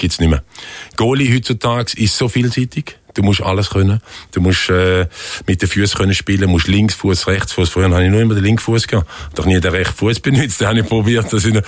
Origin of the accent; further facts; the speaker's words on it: Frauenfeld, Thurgau, Switzerland; Ich bin hier in der Nähe von Winterthur aufgewachsen, im Frauenfeld.